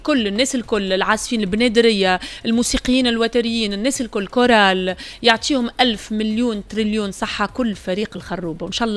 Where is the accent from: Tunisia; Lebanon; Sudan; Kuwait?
Tunisia